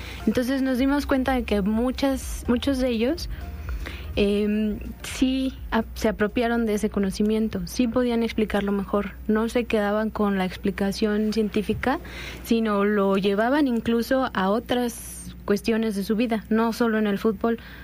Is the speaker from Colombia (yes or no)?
no; Mexico; por ejemplo, como mexicanos, pues hay cultura